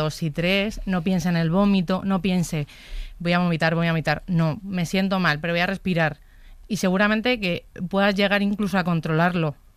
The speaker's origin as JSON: {"language": "Spanish", "town": "Madrid", "region": "Community of Madrid", "country": "Spain", "said": "Y porque soy de Madrid."}